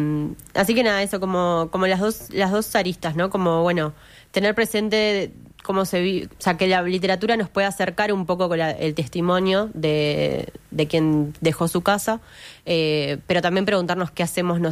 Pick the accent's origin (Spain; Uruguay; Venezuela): Uruguay; nosotros como uruguayos, como comunidad receptora o como personas que no migramos